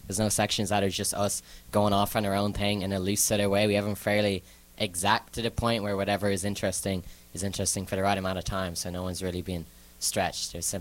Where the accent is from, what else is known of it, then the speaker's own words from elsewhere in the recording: Ireland; born there; I was raised to be in Ireland, I guess. I was raised to stay put.